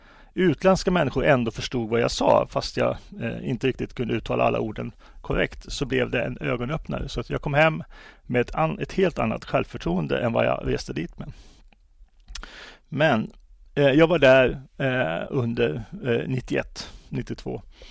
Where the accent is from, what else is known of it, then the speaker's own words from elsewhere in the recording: Värmland, Sweden; also born or lived in Nacka; jag sa ju att jag var född i Nacka, uppvuxen i Värmland. Men när folk försöker lista ut var jag kommer ifrån så säger de flesta Blekinge eller Småland.